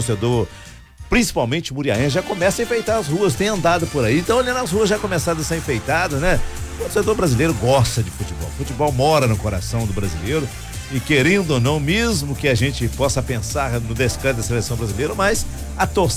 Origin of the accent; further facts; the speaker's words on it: Brazil; Nós somos brasileiros